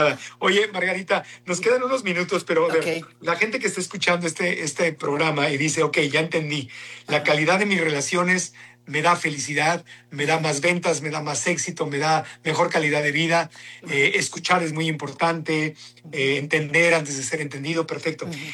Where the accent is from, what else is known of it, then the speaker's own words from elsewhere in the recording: Acapulco, Guerrero, Mexico; Yo tengo casa en Acapulco. Mi abuelita es de Acapulco y yo crecí en Acapulco.